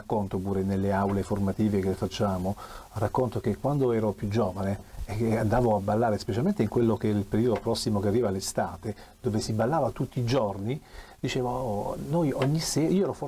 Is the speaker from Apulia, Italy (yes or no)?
yes; Taranto, Apulia, Italy; anche io ho detto … ma non vengo da Assisi, anche io sono di Taranto